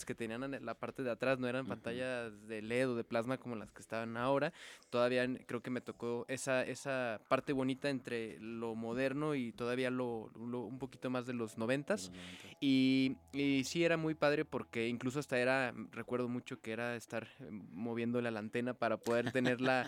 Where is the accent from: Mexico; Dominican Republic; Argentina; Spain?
Mexico